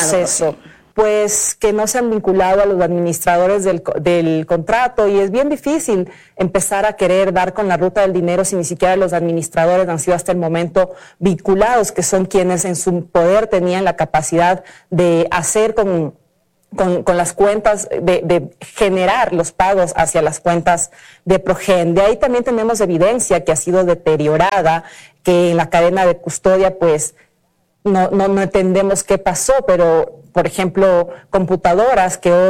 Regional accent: Ecuador; para nosotros como ecuatorianos

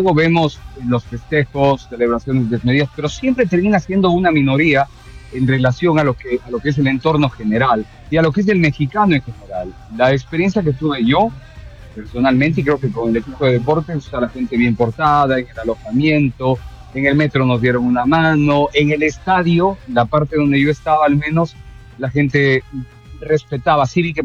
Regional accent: Ecuador

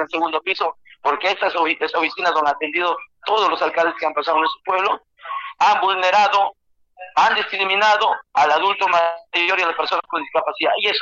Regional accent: Tucumé, Lambayeque, Peru; cariño y consideración a mi pueblo de Tucumán

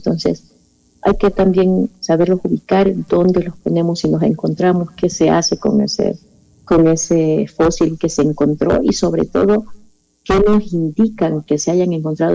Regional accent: Ecuador; Nosotros como ecuatorianos

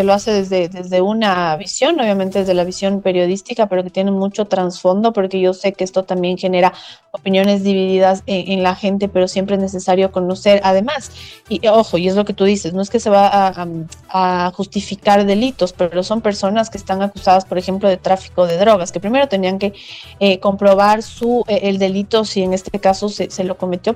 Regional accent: Ecuador

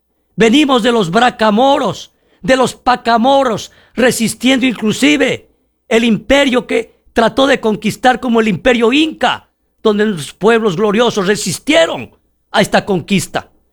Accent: Zumba, Zamora-Chinchipe, Ecuador; moved away; Zumba, que es mi tierra

